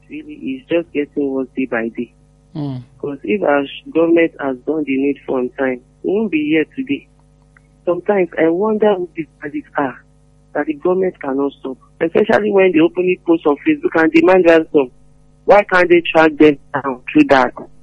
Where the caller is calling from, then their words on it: Malakia, Central Equatoria, South Sudan; Yes, sir. … calling from Malakia.